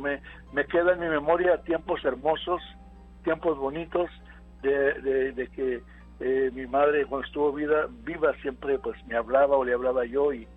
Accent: Guadalajara, Jalisco, Mexico; also born or lived in Gómez Palacio, Durango; Yo nací en Gómez Palacio, Durango, ahí en Durango nací yo, y después de un tiempo mi papá nos llevó para vivir allá en Guadalajara, allá por el sector Libertad

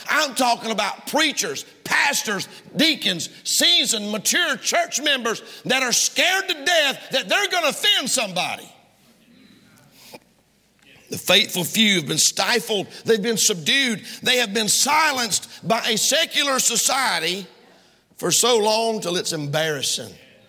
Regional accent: United States; as an American citizen

